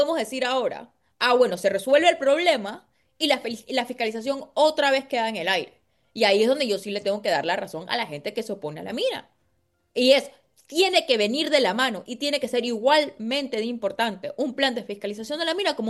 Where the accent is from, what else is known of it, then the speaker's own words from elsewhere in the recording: Panama; yo, como panameña